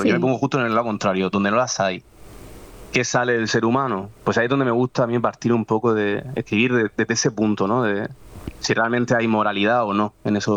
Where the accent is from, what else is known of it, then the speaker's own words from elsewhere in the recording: Murcia, Region of Murcia, Spain; mi ciudad natal la conozco a la perfección.